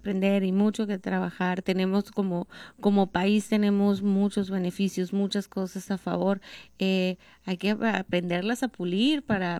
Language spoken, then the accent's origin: Spanish; Mexico; como somos los mexicanos de que sabemos acoger a todos